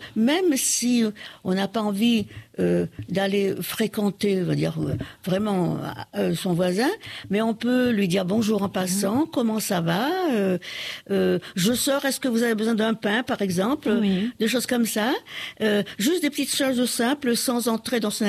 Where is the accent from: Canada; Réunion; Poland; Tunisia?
Réunion; Les Avirons; now in Saint-Denis, Réunion